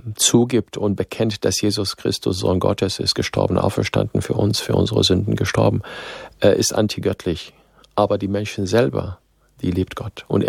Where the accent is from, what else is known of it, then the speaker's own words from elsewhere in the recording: Syria; now in Germany; Also ich bin in Syrien geboren, aufgewachsen, ich habe armenische Vorfahren, also ich habe den Zugang zur arabischen Welt, zur islamischen Welt, zur armenischen Welt, bin nach Deutschland gekommen.